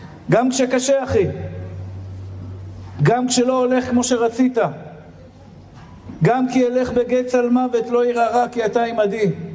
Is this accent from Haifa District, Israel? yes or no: no; Tel Aviv, Tel Aviv District, Israel; אני גדלתי בשכונת התקווה